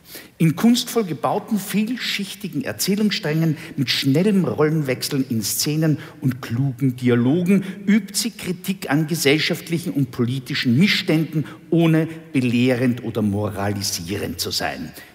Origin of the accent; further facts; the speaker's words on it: Vienna, Austria; Naja, schauen Sie, ich komme aus Wien.